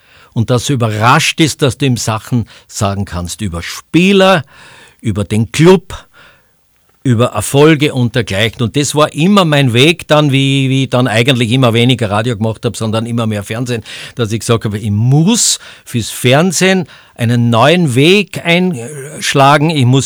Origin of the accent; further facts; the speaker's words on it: Graz, Styria, Austria; Als erstes habe ich ja Fußball gemacht als Grazer, bevor ich dann hinaus in die weite Welt durfte